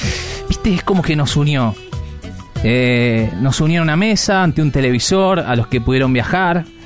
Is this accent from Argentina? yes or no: yes; Rosario, Santa Fe, Argentina; se nos infla realmente el pecho y el alma como rosarinos.